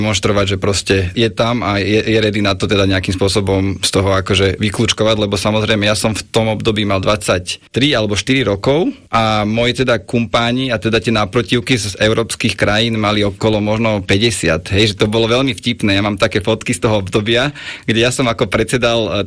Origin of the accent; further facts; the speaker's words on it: Bratislava, Bratislava Region, Slovakia; moved away as an adult; pochádzam z Bratislavy. Konkrétne teda z Lamača, kde som aj vyrastal, pri futbalovom ihrisku